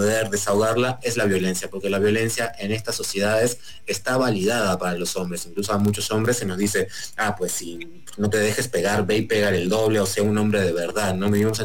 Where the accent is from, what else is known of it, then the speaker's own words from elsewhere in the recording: Uruguay; also born or lived in Spain; now in Mexico; está en Uruguay, de donde soy, está también en España, donde hay muchos años